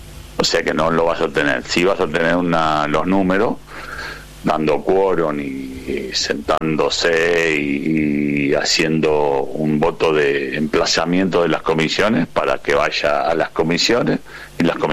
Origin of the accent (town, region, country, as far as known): Argentina